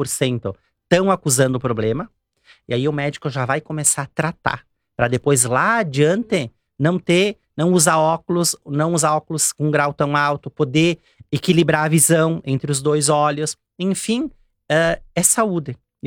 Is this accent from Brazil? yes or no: yes; Veranópolis, Rio Grande do Sul, Brazil; ela é do Bassano, eu sou de Veranópolis, mas a loja aqui já existe há 25 anos, uma Ótica Bem Ver em frente aos Correios.